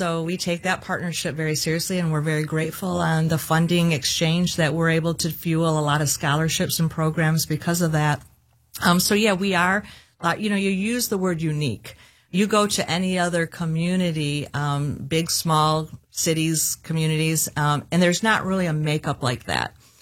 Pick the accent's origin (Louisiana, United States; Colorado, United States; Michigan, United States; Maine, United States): Michigan, United States; Saginaw; now in Midland, United States; And so, yes, I grew up in Saginaw, and I have officially lived in Midland longer than Saginaw.